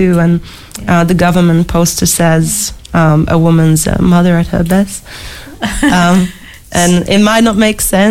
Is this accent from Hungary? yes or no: yes; Hungary; moved away; my home country in Hungary